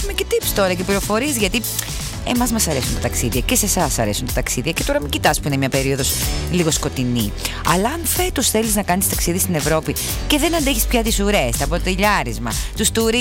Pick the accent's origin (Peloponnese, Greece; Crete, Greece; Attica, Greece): Crete, Greece; στο χωριό μου στην Κρήτη